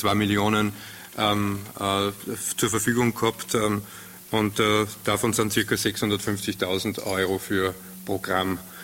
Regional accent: Upper Austria, Austria; wir als Oberösterreicher, das was uns ausmacht, ist das, dass wir eigentlich von Tal zu Tal hinter jenen Hügeln einen leicht anderen Dialekt haben, leicht andere Attitüde haben.

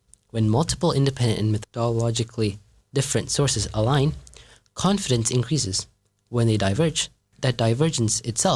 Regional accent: India; I'm from India and also 15.

